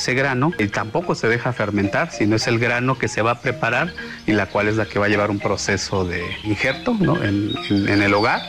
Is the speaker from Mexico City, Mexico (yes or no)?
no; Taneche, Oaxaca, Mexico; Provengo de la comunidad de Taneche, Zaragoza, el lugar y en donde producimos y vivimos con el café.